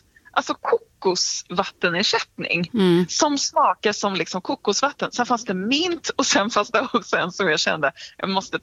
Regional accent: Sweden; Alltså som svensk, vi hade ju liksom kunnat prata om det här i året ut

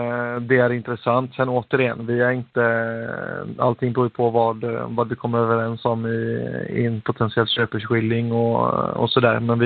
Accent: Öland, Kalmar County, Sweden; Som ölänning så vill man ju att det där området oavsett ska komma till, även om vi inte bor där nu.

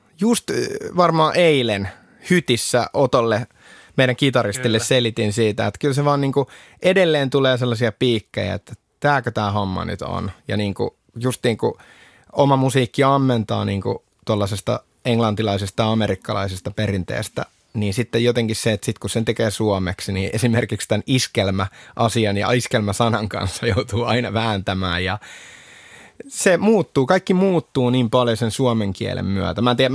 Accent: Vaasa, Ostrobothnia, Finland; moved away; also born or lived in Mustasaari; mä oon Vaasasta alun perin

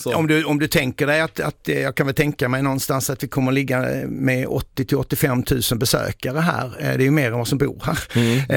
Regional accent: Skåne, Sweden; moved away; Jag är egentligen skåning från början.

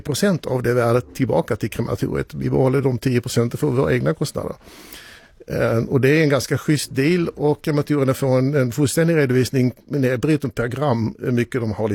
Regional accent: Netherlands; Och vi är ärliga holländare och tycker att det här är viktigt att öppna med alla data

